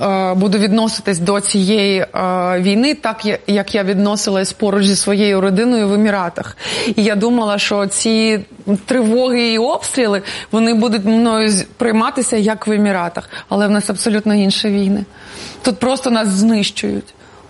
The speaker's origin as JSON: {"language": "Ukrainian", "town": "Kharkiv", "region": "Kharkiv Oblast", "country": "Ukraine", "said": "звичайно. Я віце-королева Харкова 94."}